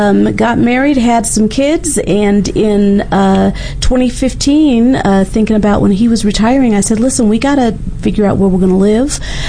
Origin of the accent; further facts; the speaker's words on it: Colorado Springs, Colorado, United States; also born or lived in Oakdale, Pennsylvania; So I grew up in Colorado Springs and went to Thomas B. Doherty High School.